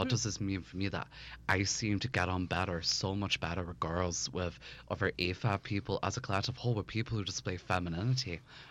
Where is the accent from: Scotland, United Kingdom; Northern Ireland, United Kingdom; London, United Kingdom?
Northern Ireland, United Kingdom; Belfast; So I am 24. I am a Capricorn. I was born in January. And I was born pretty much just off of the Falls Road in West Belfast